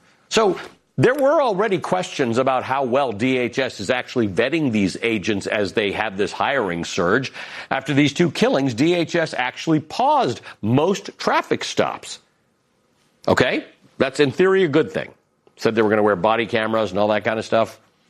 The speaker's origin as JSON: {"language": "English", "town": "Toronto", "region": "Ontario", "country": "Canada", "tie": "born or raised there", "moved": "yes"}